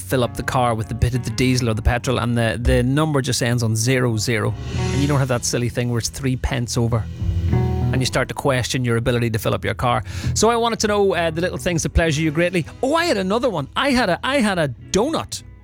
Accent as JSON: {"language": "English", "country": "Ireland", "accent": "Irish", "said": "The fluffiness of my gorgeous Irish accent."}